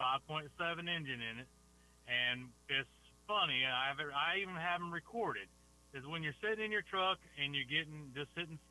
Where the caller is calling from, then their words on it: Augusta, Georgia, United States; I'm calling from Augusta, Georgia